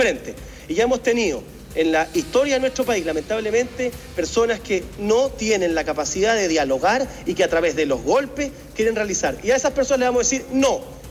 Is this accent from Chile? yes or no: yes; Chile; Como cualquier chileno, y vamos a esperar como cualquier chileno también que las cosas funcionen